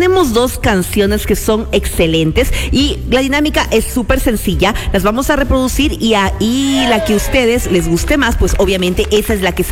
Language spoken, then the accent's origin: Spanish; Ecuador; nosotros como ecuatorianos tenemos